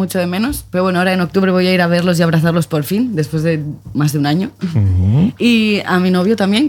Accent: Bilbao, Basque Country, Spain; now in Norway

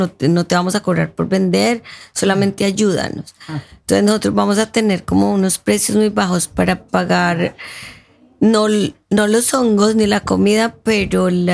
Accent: Medellín, Antioquia, Colombia; yo soy de Medellín, o sea, me crié en Medellín

